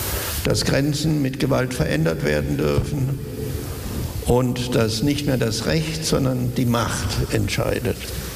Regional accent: West Germany, Germany; ein Kind Westdeutschlands

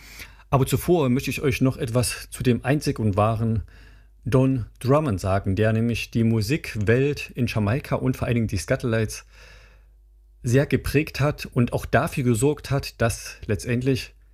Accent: Jena, Thuringia, Germany; born or raised there

